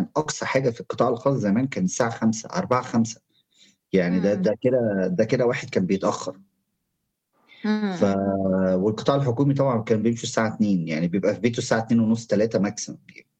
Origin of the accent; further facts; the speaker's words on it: Egypt; مش بتكلم احنا هنا كبس كمصريين، لا انا بتكلم كعرب او كشرق اوسط